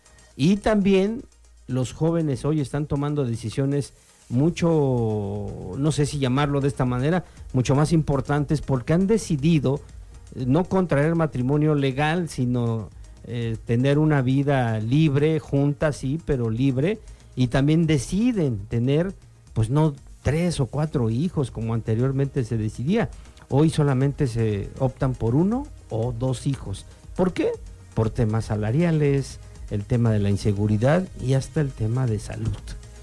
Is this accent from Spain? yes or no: no; Mexico